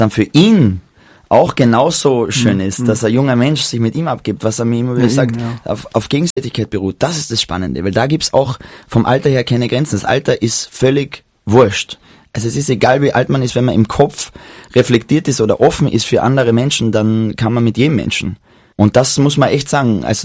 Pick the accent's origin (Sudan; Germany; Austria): Austria; Maria Saal, Carinthia; Das war nur zuerst ganz bei mir am Land, wo ich herkomme, in Mariasaal, also am Fuße von Magdalensberg, und dann in Klagenfurt